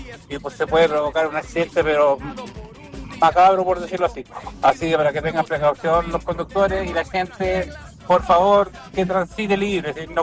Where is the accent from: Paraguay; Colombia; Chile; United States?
Chile; Somos penca los chilenos